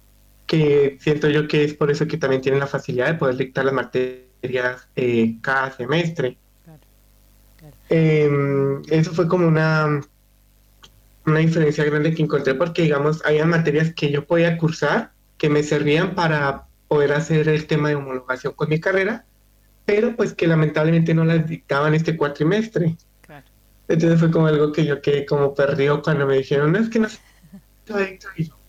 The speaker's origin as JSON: {"language": "Spanish", "town": "Sogamoso", "region": "Boyacá", "country": "Colombia", "moved": "as an adult", "lives_now": "Concordia, Argentina", "said": "Yo vengo de, pues, como su madre ya lo mencionó, del país de Colombia, más específicamente del departamento de Boyacá, de la ciudad de Sogamoso."}